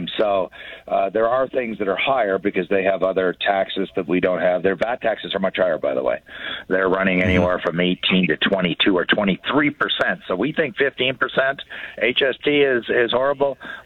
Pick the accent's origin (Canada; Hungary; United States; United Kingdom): Canada; now, remember, I'm a Canadian. I'm here on Canadian dollars.